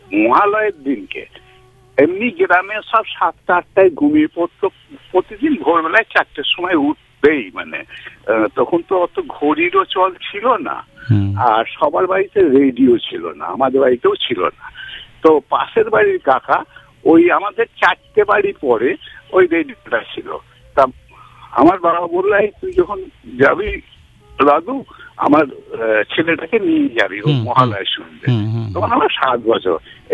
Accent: Sribati, West Bengal, India; আমার পূর্ব বর্ধমান জেলা কাটোয়া থানা শ্রীবাটি গ্রাম, হজ পাল গ্রাম ছিল কিন্তু জমিদারের গ্রাম

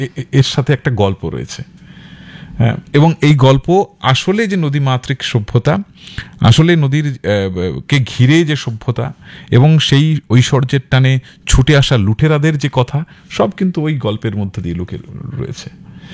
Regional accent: India; ছোটবেলায় আমরা যারা দামোদর তীরে বেড়ে উঠেছি

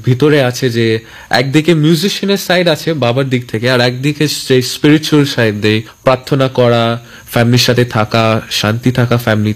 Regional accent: Kolkata, West Bengal, India; আমার অত বছর হয়ে গেছে জীবনটা আমি আছি এখানে আছি, তো আমার জন্য কলকাতা ছাড়া দিস ইজ হোম, এটা আমার বাড়ি। আর বাঙালি তো সবাই, আমার বাবা যেহেতু গোয়ান

